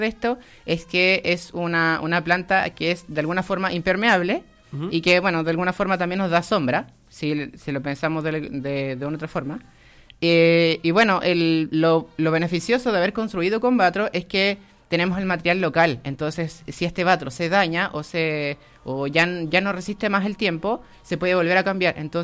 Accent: Chile; soy el primer chileno seleccionado por esta organización

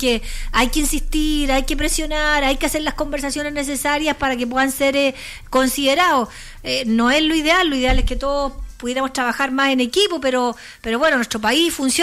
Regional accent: Chile

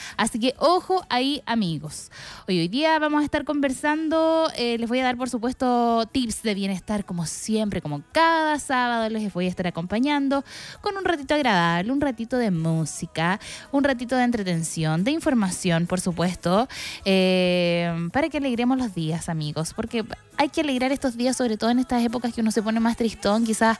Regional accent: San Vicente de Tagua Tagua, O'Higgins, Chile; en mi pueblo, en San Vicente de Tahuatahua

